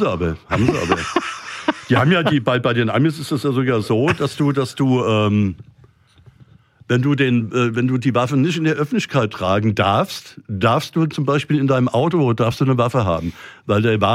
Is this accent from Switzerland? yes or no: yes; Switzerland; ich bin ja Schweizer